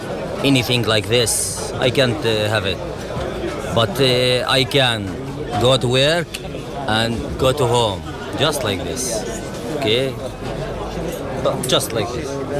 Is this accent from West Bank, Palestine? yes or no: yes; Qalqilya, West Bank, Palestine; English is a second language; I'm from Kolkilia.